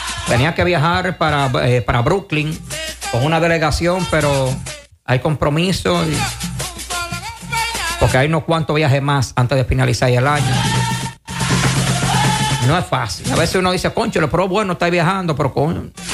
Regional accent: Dominican Republic; nosotros como dominicanos

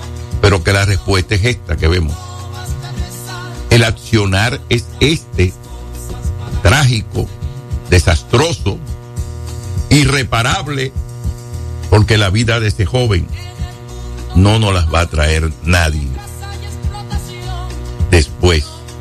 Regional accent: Dominican Republic; como somos los dominicanos

